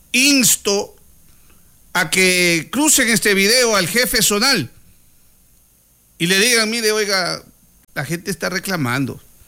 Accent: El Oro Province, El Oro, Ecuador

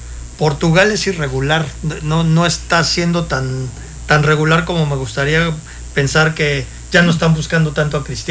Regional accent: Mexico

